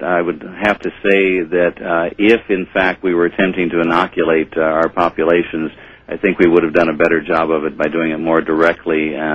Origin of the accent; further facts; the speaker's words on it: California, United States; I grew up in California